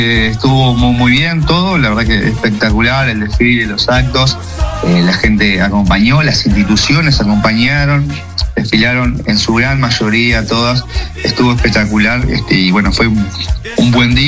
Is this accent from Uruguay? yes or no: yes; Sarandí Grande, Florida, Uruguay; yo como sarandíes y como referente